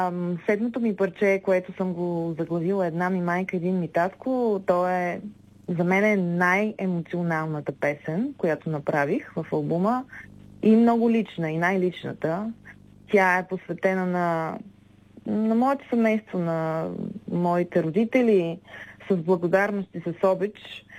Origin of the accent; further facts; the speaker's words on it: Byala, Ruse Province, Bulgaria; moved away as an adult; also born or lived in Sofia; Аз всъщност съм от Бяла, която е в Русенският край, и съм завършила Русенското музикално училище